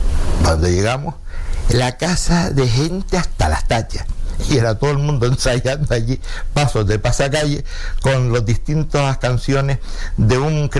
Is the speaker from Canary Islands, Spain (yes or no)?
yes; Canary Islands, Spain; born there; antes de volvernos para Gran Canaria